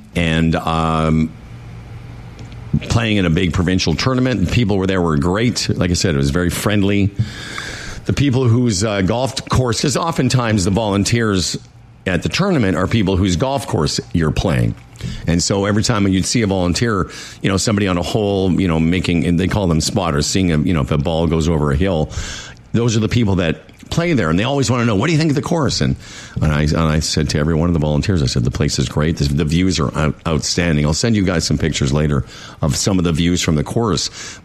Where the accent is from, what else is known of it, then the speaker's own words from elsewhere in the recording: Moose Jaw, Saskatchewan, Canada; I grew up in Moose Jaw, as you both know, and the Moose Jaw Golf and Curling Club was not the fanciest of golf courses to start with.